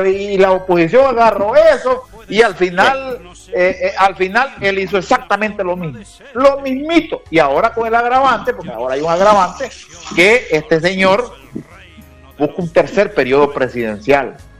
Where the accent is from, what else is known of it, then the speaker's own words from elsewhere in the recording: Honduras; Yo, como hondureño